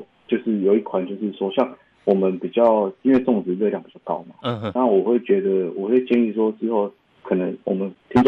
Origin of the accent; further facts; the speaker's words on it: Taiwan; 让他们去体会一下我们就是台湾这边的一些风味跟口味啊，包括连我们的客家美食、客家蔬食。